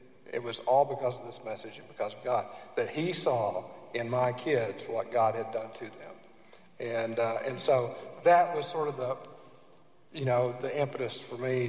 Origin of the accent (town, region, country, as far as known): Oklahoma, United States